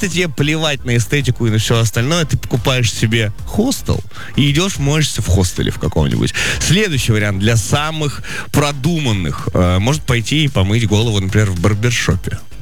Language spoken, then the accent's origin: Russian; Magadan, Magadan Oblast, Russia; now in Moscow, Russia; Вообще, я из Магадана.